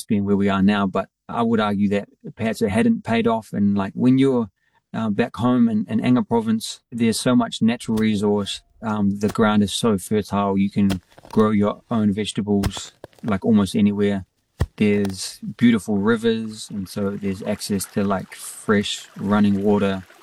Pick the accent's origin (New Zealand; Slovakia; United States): New Zealand; Christchurch, Canterbury; also born or lived in Port Moresby, Papua New Guinea; I am a songwriter based in Christchurch. I was born in Port Moresby, Papua New Guinea in 1997 and soon after relocated to New Zealand, Aotearoa, and was raised here.